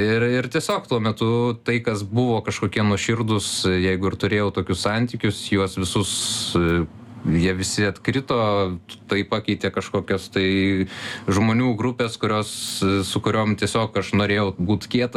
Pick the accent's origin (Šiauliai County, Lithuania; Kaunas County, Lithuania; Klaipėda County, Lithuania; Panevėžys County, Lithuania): Kaunas County, Lithuania; Kaunas; užaugau Kaune